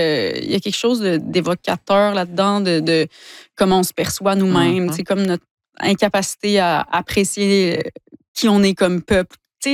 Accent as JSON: {"language": "French", "region": "Quebec", "country": "Canada", "tie": "born or raised there", "said": "Ma famille vient du bas du fleuve aussi, mais j'ai grandi en Gaspésie."}